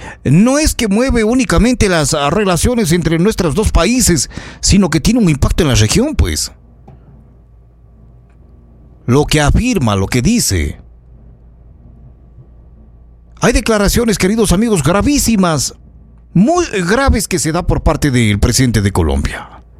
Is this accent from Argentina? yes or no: no; Ecuador; sobre todo como ciudadano ecuatoriano